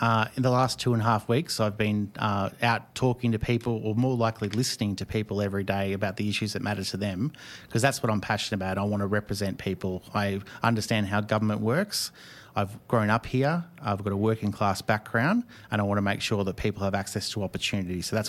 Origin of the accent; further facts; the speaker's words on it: Bendigo, Victoria, Australia; Growing up in Bendigo